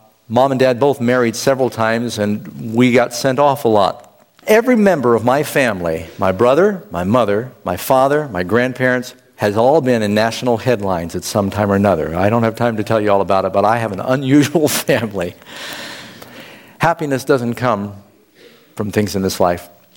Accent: New York City, New York, United States; Well, we grew up in New York City and lived on 51st Street on the east side, 81st Street on the west side.

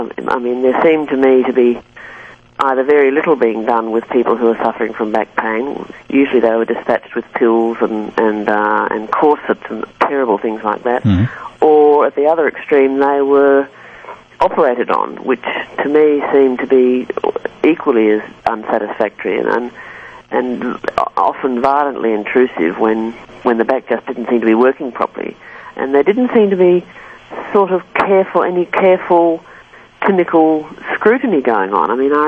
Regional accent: Sydney, New South Wales, Australia; Growing up in Sydney

